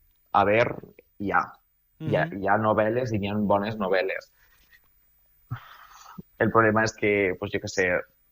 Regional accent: Vila-real, Valencian Community, Spain; Jo soc del País Valencià, soc de Vila-real, que igual els futboleros coneixereu el poble pel futbol i tal

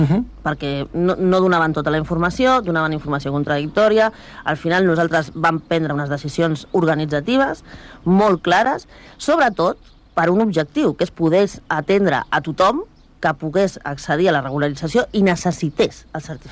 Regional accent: Catalonia, Spain; a la vegueria som l'única comarca de les quatre comarques de la vegueria del Penedès que som de Tarragona

